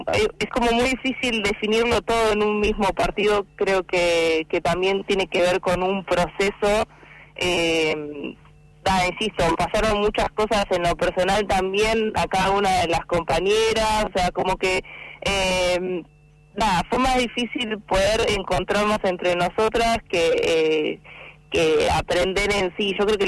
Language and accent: Spanish; Puerto Madryn, Chubut, Argentina; Yo soy de Madrid.